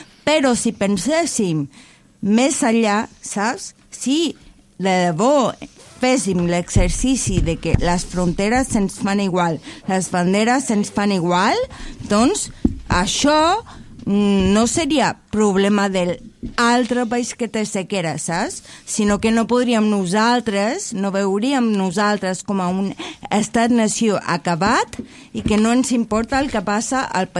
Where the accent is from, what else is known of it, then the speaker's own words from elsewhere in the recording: Chile; moved away; soc americana, bueno, soc de Xile.